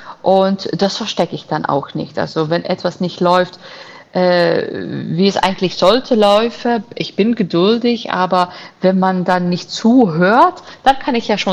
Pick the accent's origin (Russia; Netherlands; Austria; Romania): Netherlands; born there; German is a second language; ich bin in der Niederlande geboren und ich fühle mich hier auch total zu Hause. Und aber trotzdem mit zwei Eltern, die aus Italien kommen, mein Vater kam aus Sardegna, meine Mutter aus Reggio Calabria